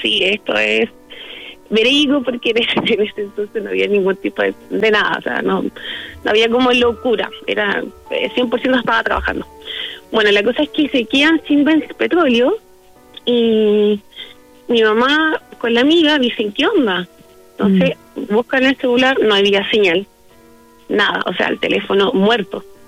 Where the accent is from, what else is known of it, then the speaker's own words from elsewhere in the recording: Chiloé, Los Lagos, Chile; nosotros somos todos de Chiloé, somos una familia chilota, principalmente mi mamá criada y nacida en Chiloé.